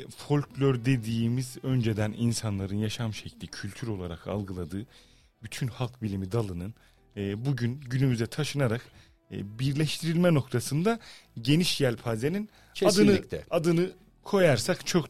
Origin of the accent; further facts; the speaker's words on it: Bayburt, Turkey; born there; Ben aslen Örenceliyim, eski ismi Everek.